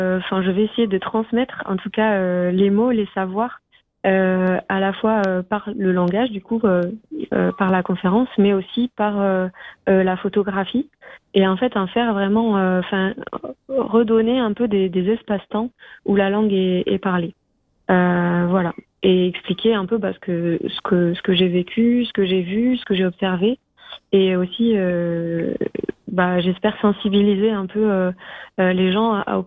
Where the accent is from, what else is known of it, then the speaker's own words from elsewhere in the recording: Lille, Hauts-de-France, France; moi j'ai pas du tout grandi ici, hein, j'ai grandi à Lille.